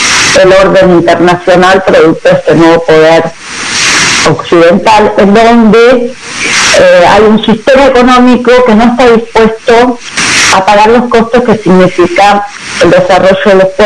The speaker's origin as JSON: {"language": "Spanish", "country": "Argentina", "said": "yo soy argentina, que vivimos en la Argentina, tomamos una dimensión clara de lo que significa ser una neocolonia"}